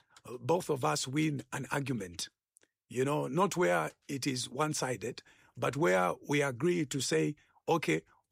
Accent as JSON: {"language": "English", "country": "Zambia", "tie": "born or raised there", "said": "the way I grew up in Zambia, and then I have a region where I come from. Mm. And you know, I come from northern from my father's side, and I come from northwestern from my mother's side."}